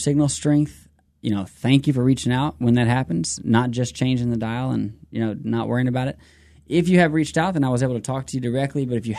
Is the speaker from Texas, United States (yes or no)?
yes; Lufkin, Texas, United States; my hometown pastor from Lufkin, Texas